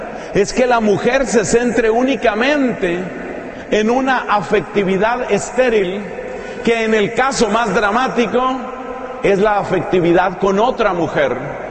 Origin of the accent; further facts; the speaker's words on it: Colombia; en mi país, donde tenemos elecciones el año entrante en Colombia